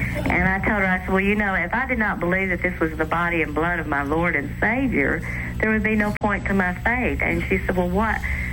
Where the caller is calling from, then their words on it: Birmingham, United States; I'm calling locally. I'm here from Birmingham.